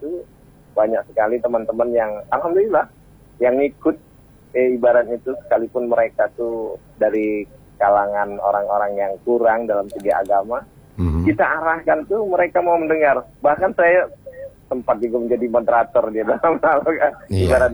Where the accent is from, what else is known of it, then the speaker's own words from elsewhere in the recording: Java, Indonesia; now in Jambi, Indonesia; Saya dari Jawa Bang Adi. Dari Jawa itu ikut paman kan. Kebetulan paman bertugas di Jambi ini.